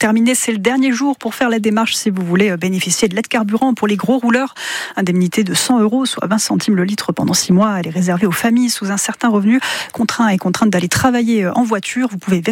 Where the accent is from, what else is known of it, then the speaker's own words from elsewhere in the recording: Corsica, France; Et cet été 2026, très particulier, y compris chez nous en Corse